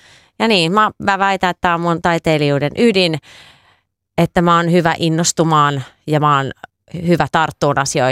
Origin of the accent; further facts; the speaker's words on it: Viiala, Pirkanmaa, Finland; Viialassa, mistä mä oon kotoisin, pieni paikka, 5000 asukasta, missä ei ollut mitään tanssiryhmää.